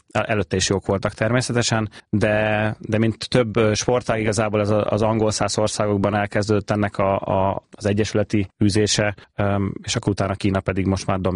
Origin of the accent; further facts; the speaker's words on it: Hungary; now in Germany; én Németországban élek alapvetően, a család pedig itthon, de hogy a Gödöllői utca, ahol mi lakunk